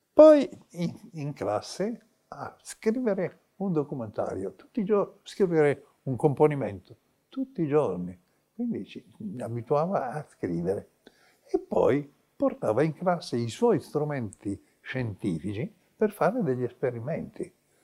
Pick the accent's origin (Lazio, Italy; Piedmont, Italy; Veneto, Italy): Piedmont, Italy; Turin; io sono nato a Torino un po' di anni fa e la mia famiglia è torinese dai tempi dei tempi.